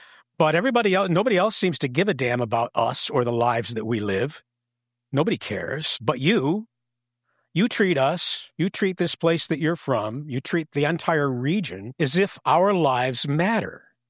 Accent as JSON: {"language": "English", "town": "Gloversville", "region": "New York", "country": "United States", "tie": "born or raised there", "said": "which took place in fictional towns that were, avatars for my hometown of Gloversville."}